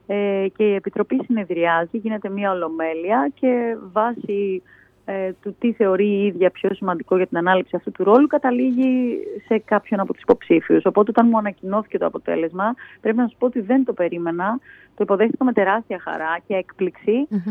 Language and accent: Greek; Thessaloniki, Central Macedonia, Greece; επειδή είμαι και από τη Θεσσαλονίκη, mm-hmm. Και αγαπώ πολύ την πόλη μας.